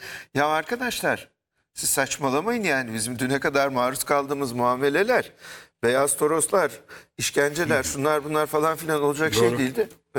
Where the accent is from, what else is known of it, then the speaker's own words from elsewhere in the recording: Konya, Turkey; Biz küçükken, biz Konyalıyız, memlekete gidiyoruz. İplikçi Camii var. İplikçi Camii'nin başına gelenleri falan dinliyoruz tek parti döneminde.